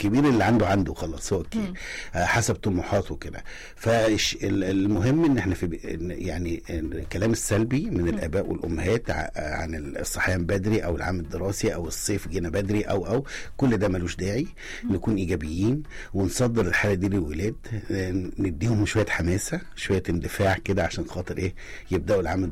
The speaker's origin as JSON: {"language": "Arabic", "country": "Egypt"}